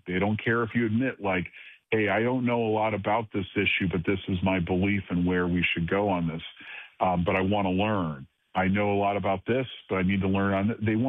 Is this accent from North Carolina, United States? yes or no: no; Cleveland, Ohio, United States; I remember a guy, Dave Zupan, in Cleveland, Ohio, my hometown, someone I met.